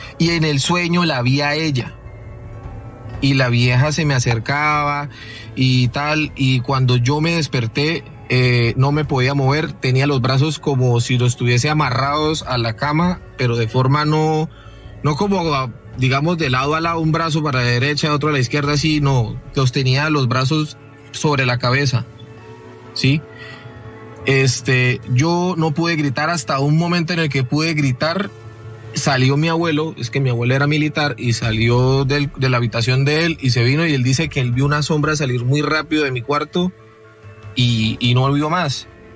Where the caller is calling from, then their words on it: Cúcuta, Norte de Santander, Colombia; cuando vivía con mis abuelos aquí en Cúcuta. Yo soy de Cúcuta, norte de Santander.